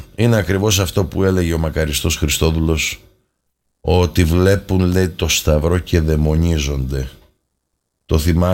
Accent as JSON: {"language": "Greek", "country": "Greece", "said": "εμείς είμαστε Έλληνες χριστιανοί."}